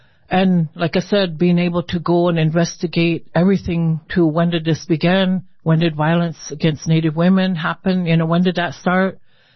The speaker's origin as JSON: {"language": "English", "region": "Nebraska", "country": "United States", "said": "I'd always respond like, I'm from the Omaha tribe."}